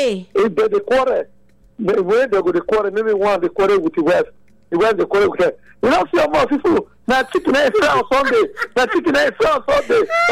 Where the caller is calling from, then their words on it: Nigeria; I'm calling from Mogigi.